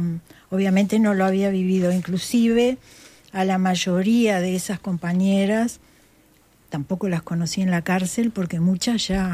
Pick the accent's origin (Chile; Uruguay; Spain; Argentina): Uruguay; Pando, Canelones; soy de la ciudad de Pando